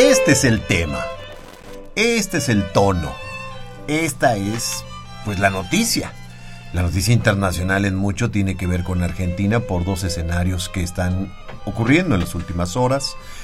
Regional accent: Mexico

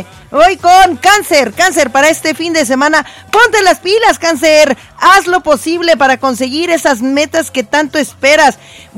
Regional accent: Mexico; En México comemos delicioso, ¿se dan cuenta?

